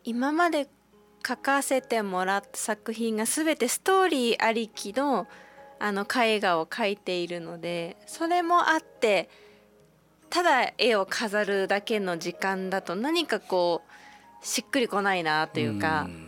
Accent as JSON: {"language": "Japanese", "town": "Makinohara", "region": "Shizuoka", "country": "Japan", "tie": "born or raised there", "said": "先日私の地元の静岡県牧之原市が台風の被害があって"}